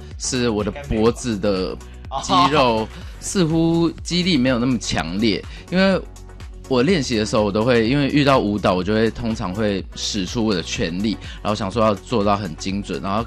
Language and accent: Chinese; Malaysia; 因为我是马来西亚人，